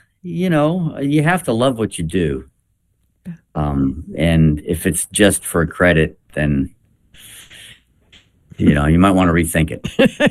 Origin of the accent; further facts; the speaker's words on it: Toronto, Ontario, Canada; moved away as an adult; also born or lived in Rochester, New York / Denton, Texas / North Carolina; now in Ohio, United States; Well, I grew up in Toronto, Canada. And I finished high school in Toronto and then went to college in Rochester, New York at the Eastman School of Music.